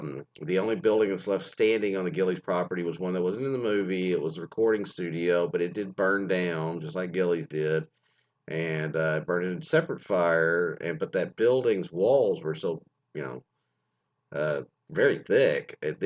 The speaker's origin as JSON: {"language": "English", "region": "Texas", "country": "United States", "said": "I can say that because I'm from Texas, so here we know about the rodeo-yoing."}